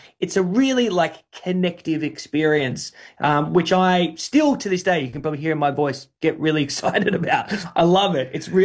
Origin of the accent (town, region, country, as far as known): Australia; now in London, United Kingdom